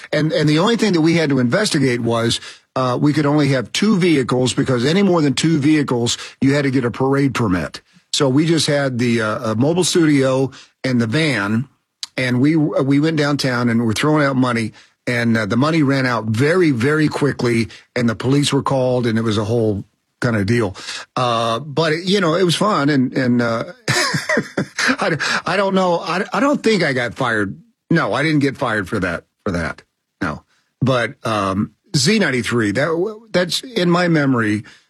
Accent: Knoxville, Tennessee, United States; as a kid growing up in Knoxville, Tennessee, that was my dream.

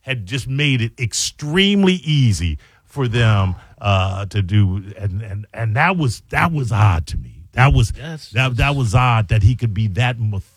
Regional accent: Chicago, Illinois, United States; He was a former Chicago police officer, retired as a Chicago police officer because we're all from Chicago, and then ended up moving down here.

